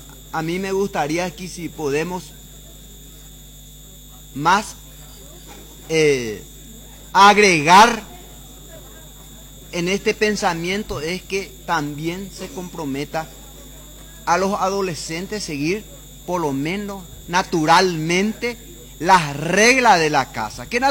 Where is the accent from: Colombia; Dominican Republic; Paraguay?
Paraguay